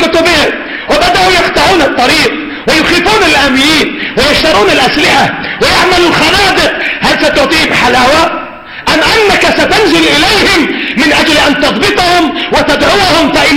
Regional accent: Yemen; يا أخي الدولة عندنا في اليمن بالذات دولة على بساط أحمد كما يقولون،

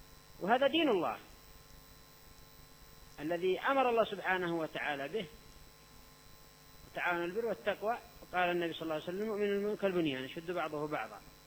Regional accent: Yemen

